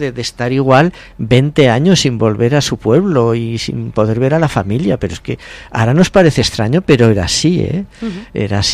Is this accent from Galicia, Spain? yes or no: no; Huesca, Aragon, Spain; now in Madrid, Spain; Yo soy madrileño de Huesca